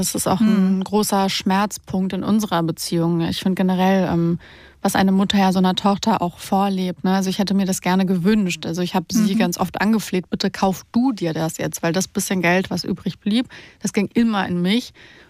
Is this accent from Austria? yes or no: no; Romania; wir kommen ja zum Teil aus Rumänien und wer sich da auskennt, weiß, dass Rumänien lange keinen Kaffee hat